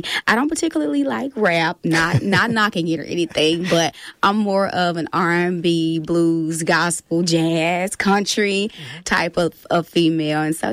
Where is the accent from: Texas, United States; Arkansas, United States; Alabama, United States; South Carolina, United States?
Arkansas, United States; Osceola; now in West Memphis, United States; I am originally from Osceola, Arkansas, home of the Seminoles. I currently reside in West Memphis, so I am, in fact, an Arkansas woman. Graduated from Osceola High School in 1999. I actually attended here at A-State for a little while. And so I am deeply rooted in Arkansas.